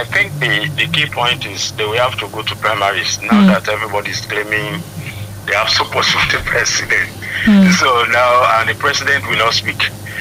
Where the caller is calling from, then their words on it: Lagos, Nigeria; from Lagos.